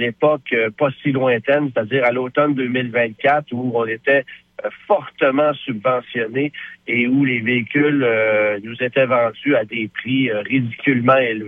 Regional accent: Canada; c'est une nouvelle mode chez nous au Canada, aux États-Unis

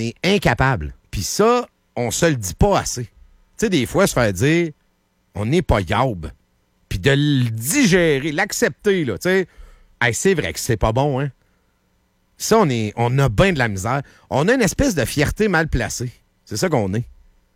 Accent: Quebec, Canada; je suis un Québécois

